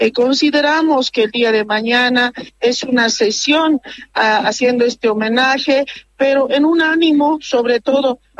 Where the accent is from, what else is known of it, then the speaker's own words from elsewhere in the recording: Bolivia; somos bolivianos